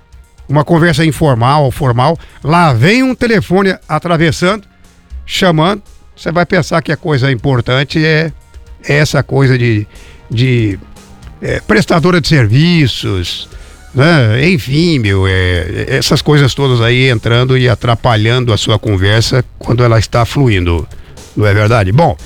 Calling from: Pinhalão, Paraná, Brazil; sou da Vila Rural de Pinhalão, Vila Guarani … aqui de Pinhalão.

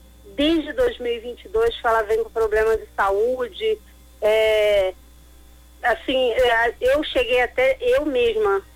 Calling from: Duque de Caxias, Rio de Janeiro, Brazil; Eu falo de Duque de Caxias, Rio de Janeiro.

